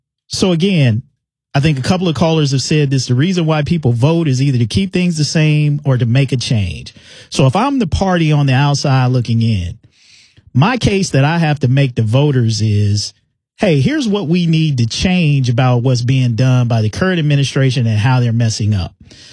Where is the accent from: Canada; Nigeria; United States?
United States; Middletown; my hometown of Middletown